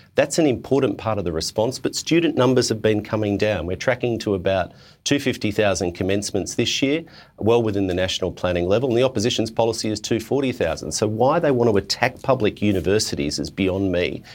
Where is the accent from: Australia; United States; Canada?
Australia; Melbourne, Victoria; I grew up in Melbourne and I was mayor many years ago of a council which has one of the largest Jewish populations in the country.